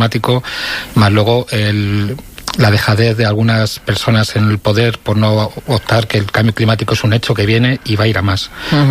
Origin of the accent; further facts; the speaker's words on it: Spain; yo valoro mucho mi país y me considero español, pero sobre todo lo he valorado cuando he estado en otros países